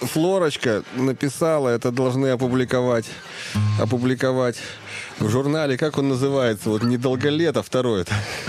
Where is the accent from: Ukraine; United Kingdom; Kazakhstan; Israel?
Ukraine; Bohodukhiv, Kharkiv Oblast; accent: rural Bohodukhiv; now in Moscow, Russia; я не могу избавиться от своего колхозного богодуховского выговора.